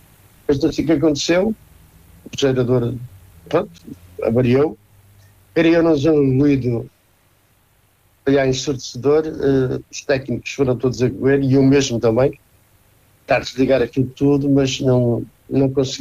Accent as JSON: {"language": "Portuguese", "town": "Porto", "region": "Norte", "country": "Portugal", "said": "eu sou bem longe, eu sou do Porto"}